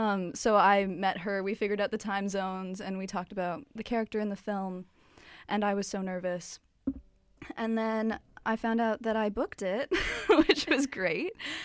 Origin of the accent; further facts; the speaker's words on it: Manitoba, Canada; now in Vancouver, Canada; I'm a citizen of the Trondequitchin First Nation. I'm also from the Lake Manitoba and Ebb and Flow First Nations in Manitoba. I'm an actress, and I live here in so-called Vancouver.